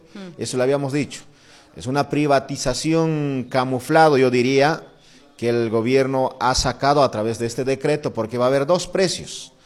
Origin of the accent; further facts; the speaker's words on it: Bolivia; quienes principalmente somos como bolivianas y bolivianos